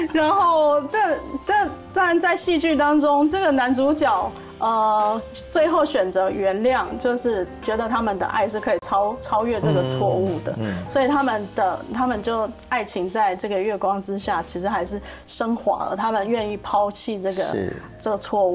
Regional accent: Taiwan; moved away; 他没看出我是台湾人，他以为我是日本人

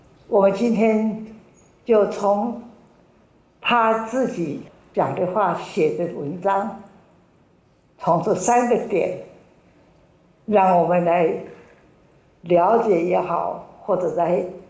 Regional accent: Taiwan; 我们台湾人

